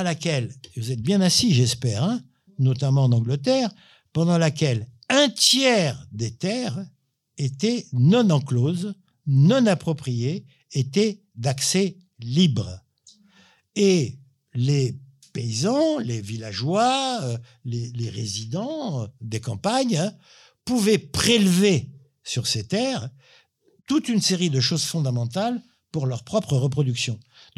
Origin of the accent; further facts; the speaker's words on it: Rabat, Rabat-Salé-Kénitra, Morocco; moved away; Moi, je suis né au Maroc. À Rabat, bon, j'ai habité plusieurs quartiers, et à Rabat, on avait un quartier qui s'appelait Lagdal.